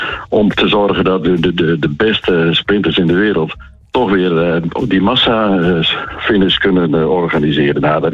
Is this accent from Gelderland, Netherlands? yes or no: no; Groningen, Netherlands; born there; now in Friesland, Netherlands; Ik ben een geboren Groninger, hè?